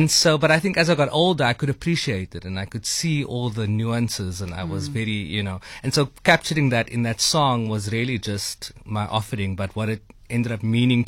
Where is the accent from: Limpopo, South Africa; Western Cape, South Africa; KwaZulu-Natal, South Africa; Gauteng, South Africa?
Western Cape, South Africa; Cape Town; I grew up in a very, I guess, proudly colored family. And growing up in Athlone, you know, that's just the world that you're in.